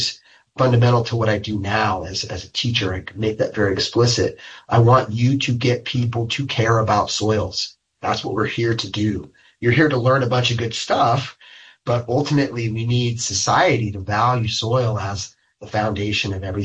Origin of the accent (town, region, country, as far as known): Chico, California, United States; born or raised there; also born or lived in Seattle